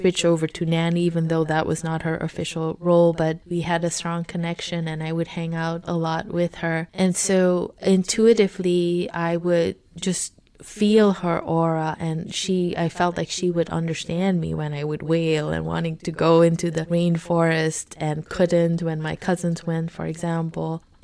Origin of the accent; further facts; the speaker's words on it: Suriname; sounds that were very common growing up in Suriname and going to different ceremonies and things